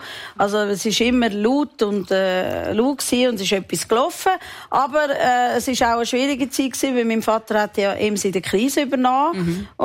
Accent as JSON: {"language": "German", "town": "Meilen", "region": "Zurich", "country": "Switzerland", "tie": "born or raised there", "said": "Wir sind nicht direkt am See"}